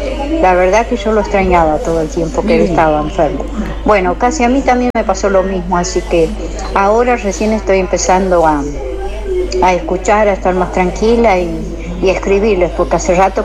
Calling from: Pujato, Santa Fe, Argentina; de Pujato.

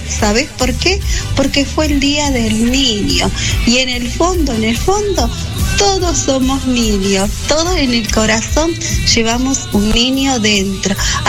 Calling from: Capitán Bermúdez, Santa Fe, Argentina; de Capitán Bermúdez.

